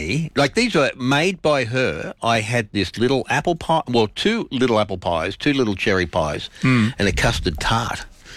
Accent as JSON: {"language": "English", "country": "Australia", "said": "Of course they do, because we're Australian."}